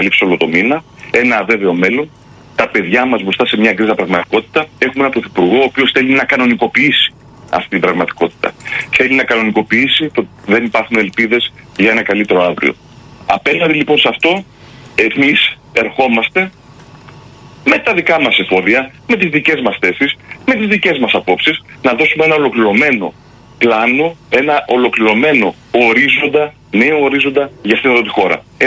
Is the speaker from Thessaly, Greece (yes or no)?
no; Piraeus, Attica, Greece; εγώ ως Πειραιώτης είμαι του ρεμπέτικου